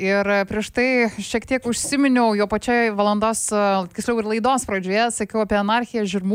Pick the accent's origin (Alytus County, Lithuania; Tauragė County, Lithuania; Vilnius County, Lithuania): Vilnius County, Lithuania; Vilnius; Mano tai tikrai labai mylima, aš jume gimiau ir užaugau, tai yra apie Žvėryną.